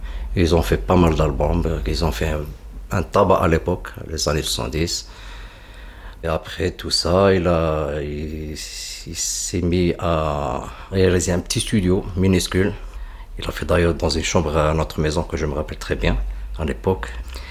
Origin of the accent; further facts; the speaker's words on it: Tlemcen, Tlemcen Province, Algeria; bien sûr. Voilà. Marhaba bik. Là, actuellement, on est à Tlemcen, ma ville natale, celle de mon père et des grands-pères. Tlemcen, voilà, c'est la frontière du Maroc.